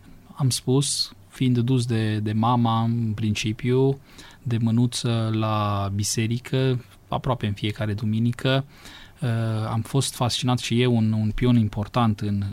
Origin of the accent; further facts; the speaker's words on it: Alba Iulia, Alba County, Romania; Sunt un fiu al cetății, dacă se poate spune, născut, crescut, școlit chiar aici în Alba Iulia, nu departe de catedrală. Copilăria mi-am petrecut-o, m-am născut și am crescut pe strada Vasile Goldiș